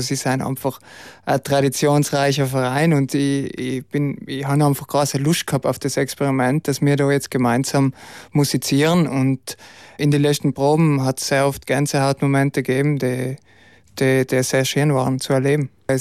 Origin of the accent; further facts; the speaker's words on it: Brixen, Trentino-Alto Adige, Italy; Ich bin in Brixen aufgewachsen